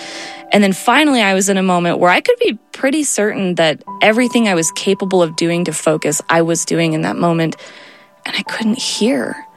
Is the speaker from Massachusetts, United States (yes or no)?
no; Minnesota, United States; I am from Minnesota. I'm 29.